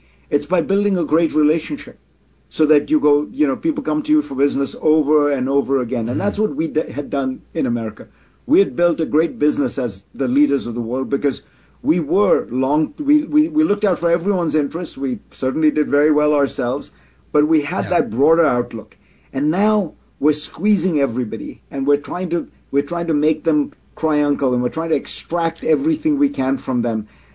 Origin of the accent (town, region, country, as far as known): United States